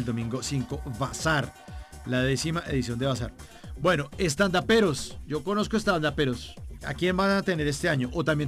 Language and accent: Spanish; Bogotá, Colombia; now in Medellín, Colombia; yo, que soy Rolo … yo vivo en Medellín, de hecho, yo vivo en Medellín.